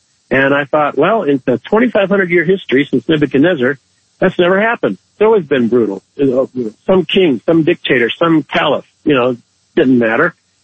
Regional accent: United States; as an American

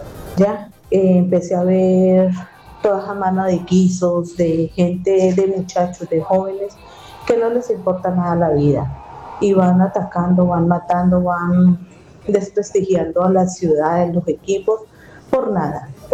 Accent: Cali, Valle del Cauca, Colombia; De verdad, yo soy caleña.

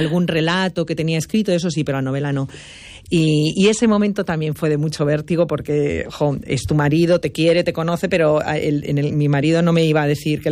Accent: Madrid, Community of Madrid, Spain; born there; moved away as an adult; also born or lived in Galicia; now in A Coruña, Spain; mi marido es de aquí, de Orense, he venido siempre con la familia política aquí a Orense, entonces yo soy una madrileña que ha vivido mucho en Galicia, ya llevo seguidos 20 años viviendo aquí además

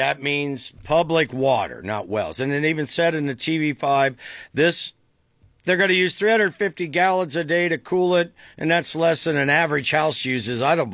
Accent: Dover, Ohio, United States; Well, my hometown of Dover is the same way.

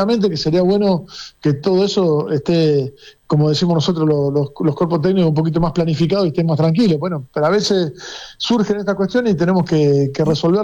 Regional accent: Rosario, Santa Fe, Argentina; allá por mis pagos, yo soy de Rosario.

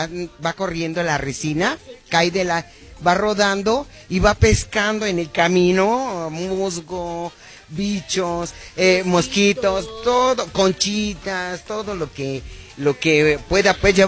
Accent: Chiapas, Mexico; vengo del estado de Chiapas, que me siento sumamente muy orgullosa de mi estado.

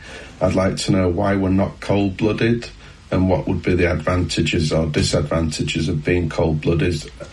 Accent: Yorkshire and the Humber, United Kingdom; from West Yorkshire in the United Kingdom.

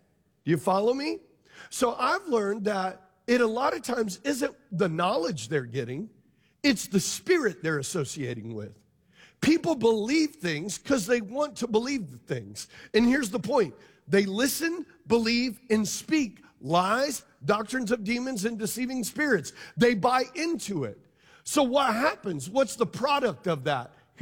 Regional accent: Louisiana, United States; I come from Louisiana, where if you can catch it and kill it and it doesn't eat you, you can eat it.

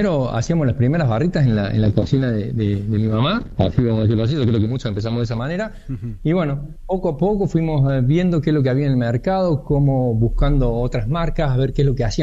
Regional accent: Argentina

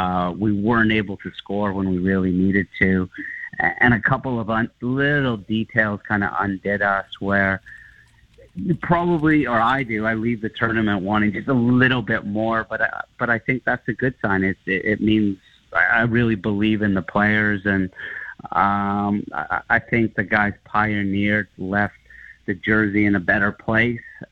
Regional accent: Vancouver, British Columbia, Canada; also born or lived in England; now in Toronto, Canada; I grew up in Vancouver, moved over to England for 13 years, came back, played for the Whitecaps for a bit, traded to Toronto, and then finished off back in Europe.

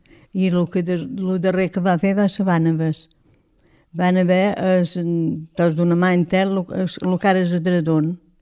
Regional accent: Ferreries, Balearic Islands, Spain; born or raised there

